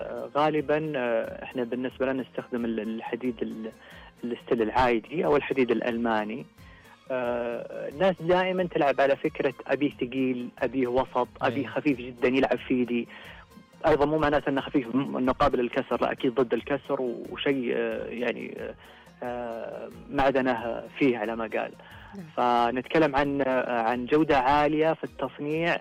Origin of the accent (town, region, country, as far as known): southern Saudi Arabia, Saudi Arabia